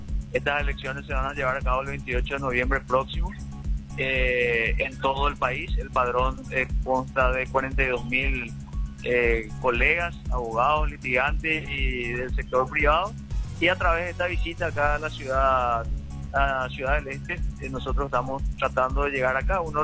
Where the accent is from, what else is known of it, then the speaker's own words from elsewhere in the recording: Asunción, Paraguay; Yo soy de Asunción, yo soy egresado de la Facultad de Derecho UNA, promoción 2007